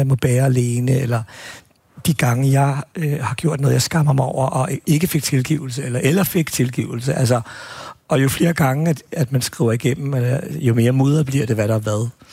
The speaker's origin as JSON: {"language": "Danish", "town": "Albertslund", "region": "Capital Region of Denmark", "country": "Denmark", "tie": "born or raised there", "said": "jeg er jo vokset op, jeg er sådan lidt arveligt belastet, fordi at jeg voksede op i Appelslund, hvor vi havde to fængsler."}